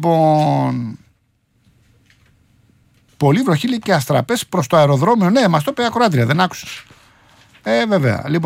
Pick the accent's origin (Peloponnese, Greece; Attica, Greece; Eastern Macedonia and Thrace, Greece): Attica, Greece; Rafina; Ο Πάνος είναι στην πατρίδα μου, στη Ραφίνα, που είναι ακόμα σκοτεινή.